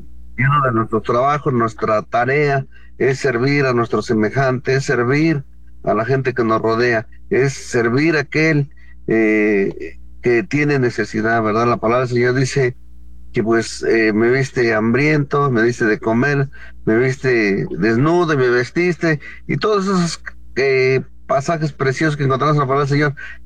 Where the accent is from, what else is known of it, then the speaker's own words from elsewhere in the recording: Mexico; now in Tula, Mexico; lejos de ser cristianos, somos mexicanos también, ¿verdad? Somos mexicanos